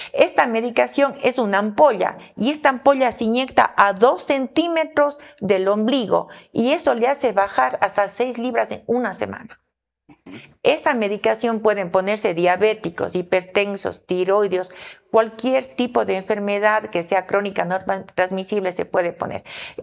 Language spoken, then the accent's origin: Spanish; Ecuador; Somos latinos, somos gente buena, los ecuatorianos somos gente de bien y que Dios les bendiga siempre.